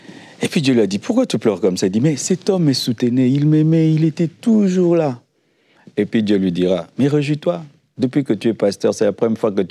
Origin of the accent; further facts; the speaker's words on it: Kinshasa, DR Congo; Comme j'ai grandi à Lemba, je voulais implanter une église à Lemba parce que j'étais connu à Lemba, j'avais des amis à Lemba et on m'a trouvé une parcelle à Lemba. Lemba, c'est une commune de Kinshasa.